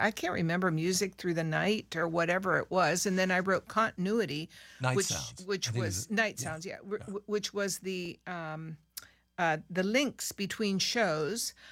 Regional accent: Peru; I had never learned Spanish formally. I was born and raised in Peru, but it was interesting.

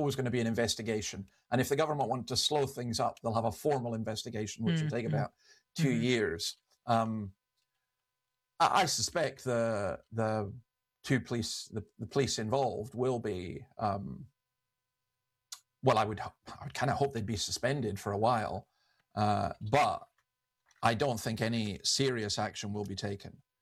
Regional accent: Scotland, United Kingdom; as a Scotsman

